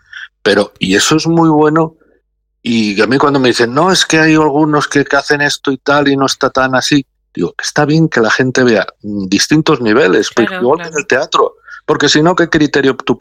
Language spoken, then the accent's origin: Spanish; Peñaranda de Bracamonte, Castile and León, Spain; born there; now in Zamora, Spain; Porque cuando Zamorano soy de adopción y obviamente, como digo, ciudadano del mundo. Pero yo nací en Peñaranda de Bracamonte.